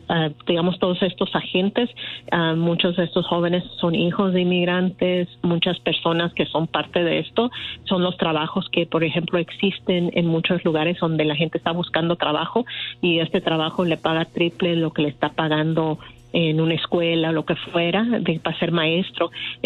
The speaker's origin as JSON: {"language": "Spanish", "country": "Mexico", "said": "Y nosotros como mexicanos, salvadoreños, hondureños"}